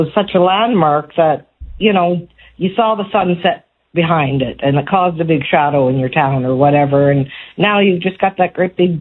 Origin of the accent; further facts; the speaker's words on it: the Maritimes, Canada; now in Saskatchewan, Canada; I'm originally from the Maritimes, so the elevators reminded me of lighthouses when I moved here.